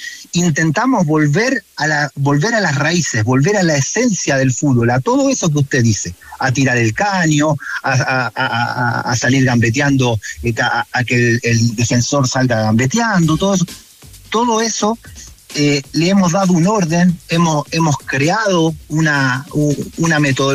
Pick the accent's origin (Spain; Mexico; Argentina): Argentina; Discúlpeme, pero soy argentino, discúlpeme.